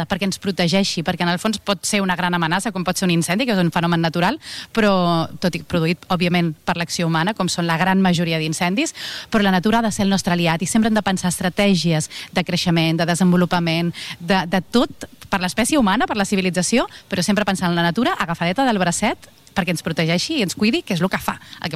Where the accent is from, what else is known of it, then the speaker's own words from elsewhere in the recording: Rupià, Catalonia, Spain; al meu poble, a Rupià